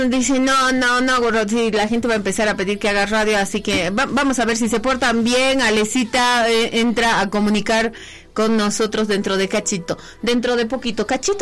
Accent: Bolivia

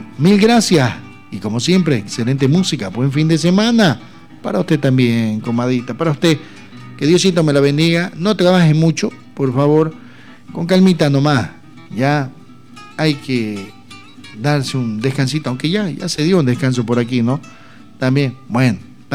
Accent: Padilla, Chuquisaca, Bolivia; mi tierra de Padilla

